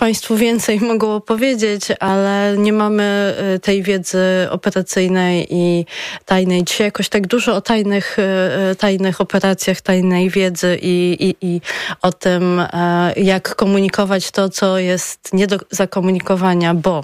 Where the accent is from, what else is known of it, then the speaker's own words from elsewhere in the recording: Lublin, Lublin Voivodeship, Poland; Ja pochodzę z Lublina, więc za każdym razem, kiedy informacja o tym, co się dzieje bardzo blisko granicy na Lubelszczyźnie, mnie mobilizują.